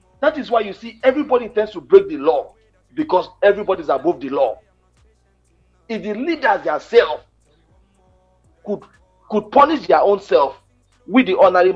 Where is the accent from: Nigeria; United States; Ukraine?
Nigeria; Lagos; born there; I was born in Victoria Island there.